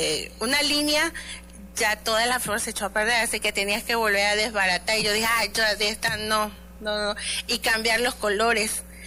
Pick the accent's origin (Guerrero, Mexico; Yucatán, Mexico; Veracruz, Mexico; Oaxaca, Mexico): Yucatán, Mexico; De donde yo soy es diferente la blusa, que es de la zona Yucatán, lleva en medio lleva un cuadrito.